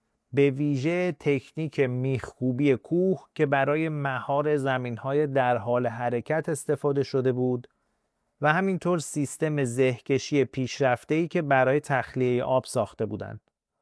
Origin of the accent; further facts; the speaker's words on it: Kunar, Afghanistan; born there; در زادگاه من، ولایت کنر در شرق افغانستان، حوادث طبیعی متعددی رخ میده